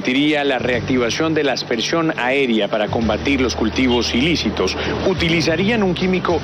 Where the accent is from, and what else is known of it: Santander, Colombia